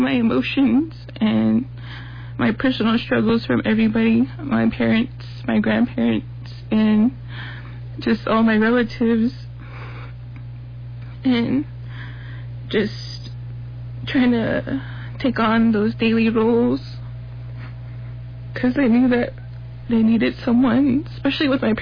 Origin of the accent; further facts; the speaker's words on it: Tuba City, Arizona, United States; I am from Tuba City, Lower Maungopi area